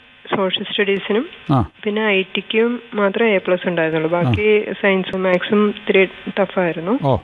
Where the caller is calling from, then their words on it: Tripunithura, Kerala, India; Sir, ഇത് ഞാൻ തൃപ്പൂണിത്തുറയിൽ നിന്നാണ്.